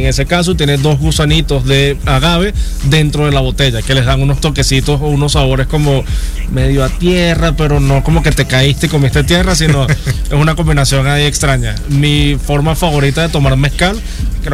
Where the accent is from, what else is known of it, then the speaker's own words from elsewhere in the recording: Venezuela; accent: Venezuelan; moved away; El acento me delata, ¿no?